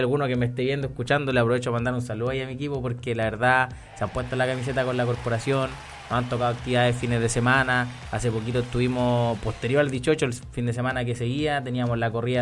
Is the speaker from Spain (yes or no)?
no; Teno, Maule, Chile; yo, que soy de Teno